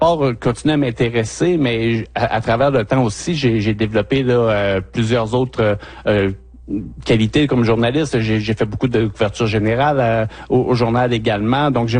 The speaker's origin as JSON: {"language": "French", "town": "Chicoutimi", "region": "Quebec", "country": "Canada", "tie": "born or raised there", "moved": "as an adult", "lives_now": "Val-d'Or, Canada", "said": "Donc moi, je suis originaire de Chicoutimi, du Saguenay-Lac-Saint-Jean. J'ai étudié là-bas"}